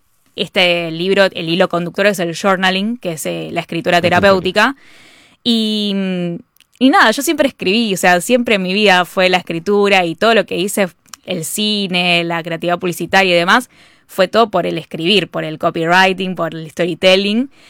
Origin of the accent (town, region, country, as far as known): Martínez, Buenos Aires Province, Argentina